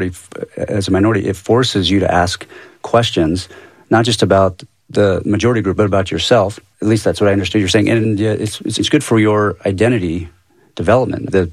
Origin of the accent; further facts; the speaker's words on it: Utah, United States; And I said, oh … I'm from Utah.